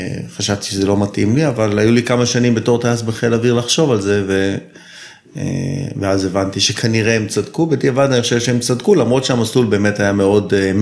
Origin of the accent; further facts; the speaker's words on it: Tel Aviv, Tel Aviv District, Israel; now in Zikhron Ya'akov, Israel; אני תל אביבי במקור, גר היום בזיכון בן 56, נשוי, אבא לשלוש בנות